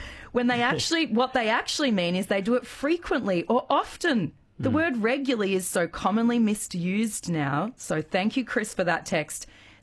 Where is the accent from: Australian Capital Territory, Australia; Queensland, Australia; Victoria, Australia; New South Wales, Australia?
Victoria, Australia; as someone growing up in East Gippsland